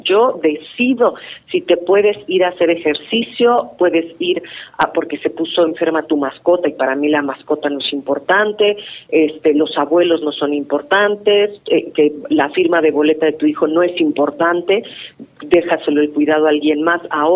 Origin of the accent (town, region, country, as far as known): Mexico